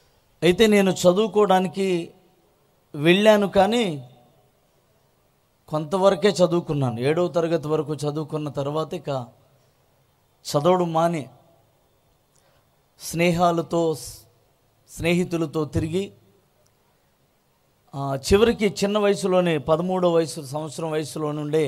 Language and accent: Telugu; Venkatraopalem, Andhra Pradesh, India; మాది తాడేపల్లిగూడెం దగ్గర వెంకట్రావుపాలెం అని ఒక చిన్న పల్లెటూరు, ఒక పేద కుటుంబం. అలాంటి పేద కుటుంబంలో పుట్టిన నేను నా తల్లిదండ్రులకు ఆఖరి వాడిని, నలుగురు సంతానంలో ఆఖరి వాడిగా పుట్టాను.